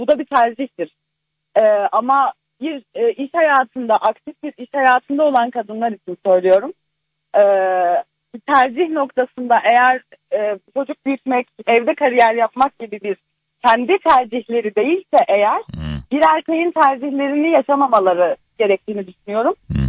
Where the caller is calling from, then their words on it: Adana, Turkey; Adana'dan.